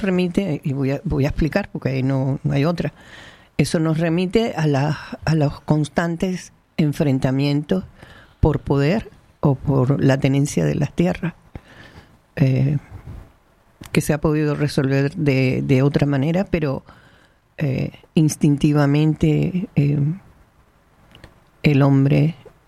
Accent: Canary Islands, Spain; born there; mis estudios no fueron aquí, aunque nací en Canarias

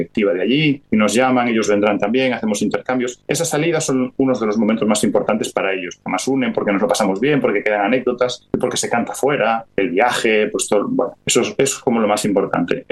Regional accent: Galicia, Spain; now in Canary Islands, Spain; Galicia, que además es mi tierra. Yo, bueno, yo vivo en Canarias hace ya casi 30 años y soy como adoptado aquí, como todo el mundo me dice, pero yo gallego siempre seré

